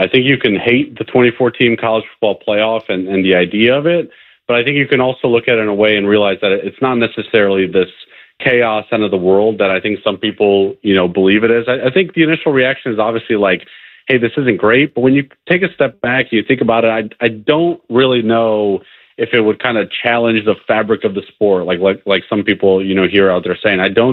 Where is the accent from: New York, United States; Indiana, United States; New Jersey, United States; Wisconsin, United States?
Indiana, United States; You know, funny enough, I grew up in Indiana, but I grew up Northwest Indiana.